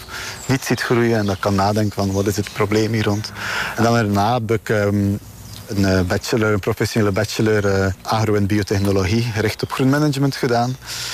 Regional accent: Flanders, Belgium; accent: West Flemish; Ik kom uit West-Vlaanderen, zoals je misschien wel kan horen tijdens het gesprek.

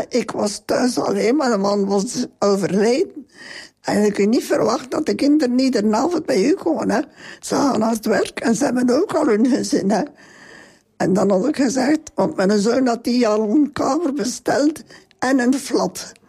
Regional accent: Halmaal, Flanders, Belgium; Ik ben van Halmaan. En dat is maar twee dorpen verder.

